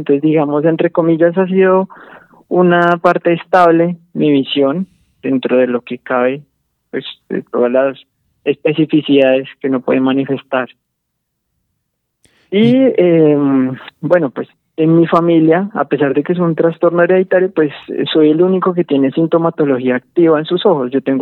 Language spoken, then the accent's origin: Spanish; Bogotá, Colombia; born there; Yo nací en Bogotá, soy del año 94, tengo 32 años actualmente.